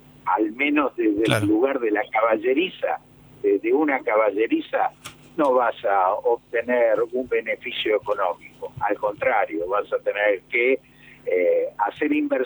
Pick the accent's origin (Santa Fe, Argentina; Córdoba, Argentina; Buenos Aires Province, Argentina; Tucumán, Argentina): Buenos Aires Province, Argentina; San Isidro; born there; also born or lived in Martínez; nací en San Isidro, viví en Martínez